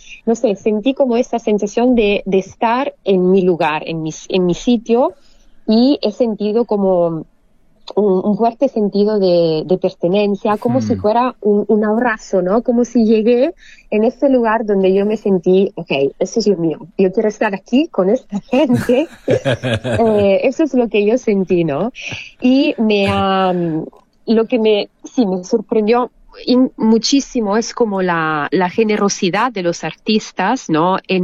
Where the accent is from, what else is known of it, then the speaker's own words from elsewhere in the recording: Italy; born there; Spanish is a second language; cuando volví a Italia, fue bajar al río de mi pueblito, entonces, no de Torino, sino de donde originariamente, donde